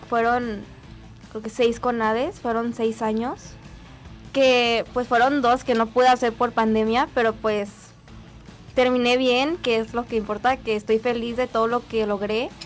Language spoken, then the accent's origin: Spanish; Nayarit, Mexico; yo crecí aquí en Nayarit